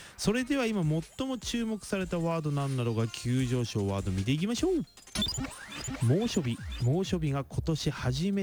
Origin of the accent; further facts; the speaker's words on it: Hokota, Ibaraki, Japan; 茨城のね、私はあの稲川鉾田というところで生まれ育ち、仕事をしております。